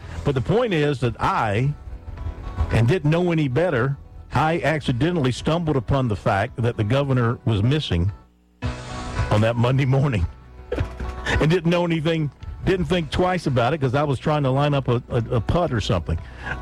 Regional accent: Dillon County, South Carolina, United States; I am from Dillon County

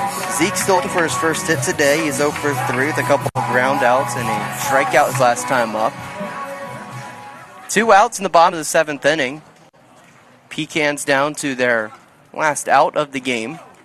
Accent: Ohio, United States; Ohio Wesleyan, obviously in my home state. In Delaware, Ohio, a little north of the Columbus area.

